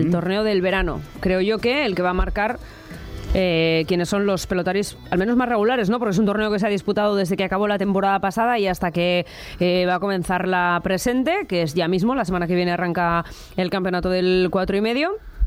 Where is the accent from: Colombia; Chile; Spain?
Spain; Pamplona, Navarre; Cada uno tiene sus preferencias, yo soy de Pamplona y bueno, pues tiene unas connotaciones